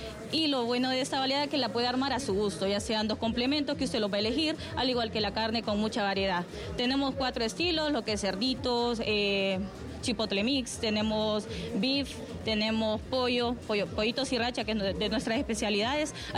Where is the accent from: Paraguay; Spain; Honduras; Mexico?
Honduras; Como buen hondureño que nos caracteriza